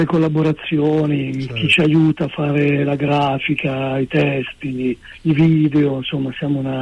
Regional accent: Milan, Lombardy, Italy; essendo noi figli di migranti, qualcuno di noi, anche se veniamo da Milano

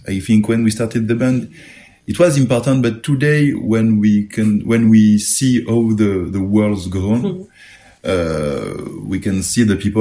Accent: France; English is a second language; It was a long time ago for us, you know, and we grew up in France. Me, I grew up with ideas, ideology of anti-racism, unity

